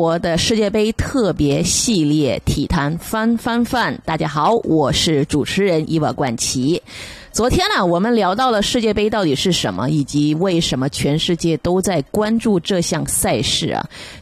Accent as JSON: {"language": "Chinese", "country": "Canada", "said": "我们加拿大人"}